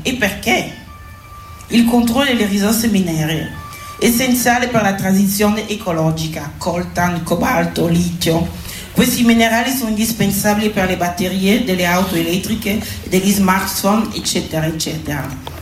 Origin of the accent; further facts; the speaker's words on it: DR Congo; moved away; nell'est del mio paese, la Repubblica Democratica del Congo